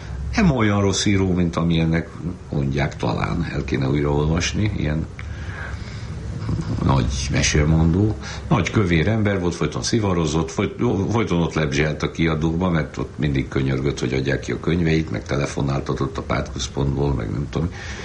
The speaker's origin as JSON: {"language": "Hungarian", "town": "Oradea", "region": "Bihor", "country": "Romania", "said": "Egyszer kiderült, hogy én nagyváradi vagyok"}